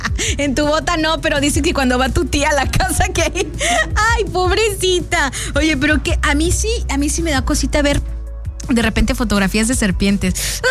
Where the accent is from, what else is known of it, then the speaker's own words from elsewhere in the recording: Coatzacoalcos, Veracruz, Mexico; moved away; Antes, cuando estaba chiquita, yo vivía en Coatzacoalcos. Yo soy de Coatzacoalcos. Entonces, vivíamos en una colonia que estaba enfrente de la playa. Así tal cual. Tu casa, mi casa, estaba así, pasando la callecita y ya estaba la playa.